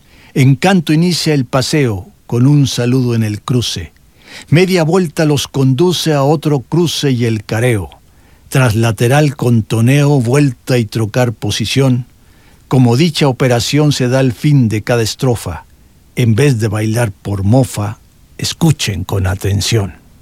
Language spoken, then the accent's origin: Spanish; Mexico; nosotros aquí en México tenemos nuestros bailes regionales